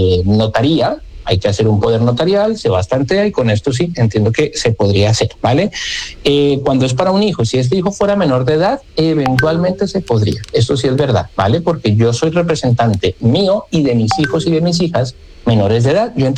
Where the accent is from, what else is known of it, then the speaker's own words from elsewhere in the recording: Colombia; now in Spain; las personas que somos de origen colombiano podemos pedir a Migración Colombia un certificado de movimientos migratorios.